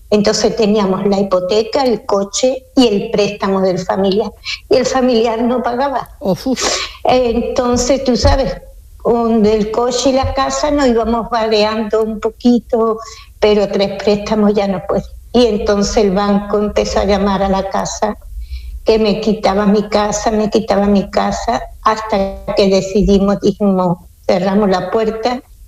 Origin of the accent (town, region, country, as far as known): Seville, Andalusia, Spain; now in Switzerland